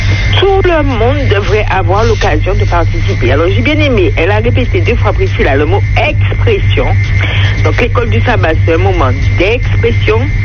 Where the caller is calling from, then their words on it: Fort-de-France, Martinique; De Fort-de-France.